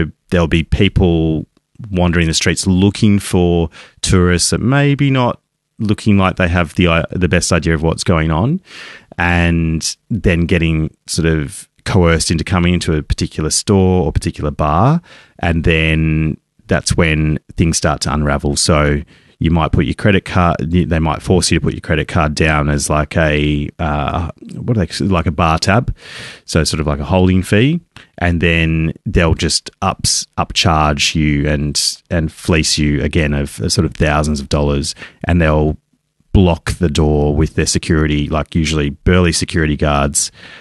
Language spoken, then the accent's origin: English; Australia